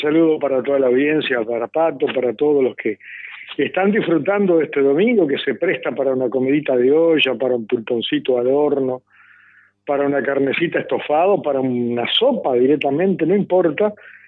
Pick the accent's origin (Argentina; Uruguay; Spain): Uruguay; que son esas noticias que como uruguayos nos tienen que sentir felices.